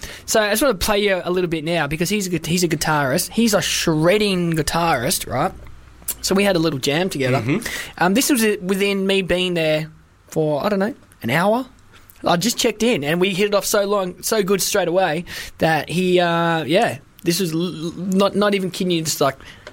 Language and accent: English; United Kingdom; born there; even though I was born in Britain, so I am.